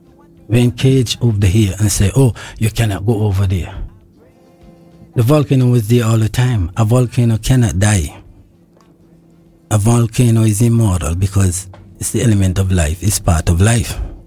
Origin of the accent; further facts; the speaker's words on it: Montserrat; I'm a monstration British citizen.